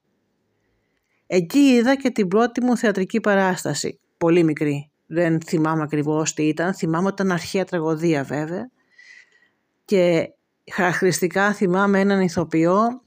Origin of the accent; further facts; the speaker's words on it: Eretria, Central Greece, Greece; γεννήθηκα, μεγάλωσα και ζω στην Ερέτρια. Το σπίτι μου απέχει λίγα μέτρα από το αρχαίο θέατρο της Ερέτριας.